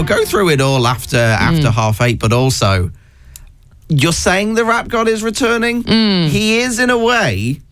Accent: England, United Kingdom; accent: English; I used to perform popular rap songs in my English accent.

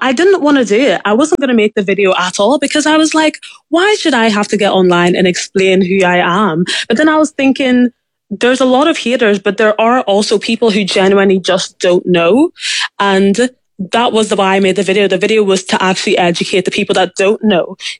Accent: Belfast, Northern Ireland, United Kingdom; also born or lived in Mourne area, County Down; Like, I was born here. I grew up in East Belfast. And I'm also very in touch with the fact that my parents are Zimbabwean, and I do have that Zimbabwean culture at the same time.

